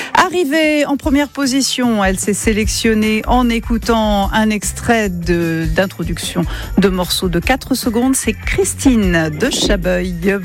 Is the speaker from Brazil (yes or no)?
yes; Brazil; accent: Brazilian; je vais le massacrer avec mon accent brésilien